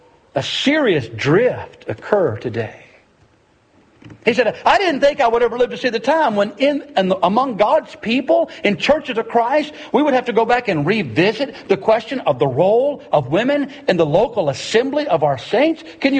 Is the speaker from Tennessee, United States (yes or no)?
yes; Tennessee, United States; we're from Tennessee here, do we?